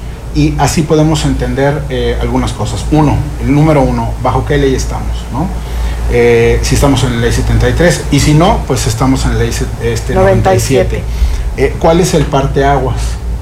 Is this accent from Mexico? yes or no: yes; Mexico; nuestra expectativa de vida hoy como mexicanos anda alrededor de los 80 años.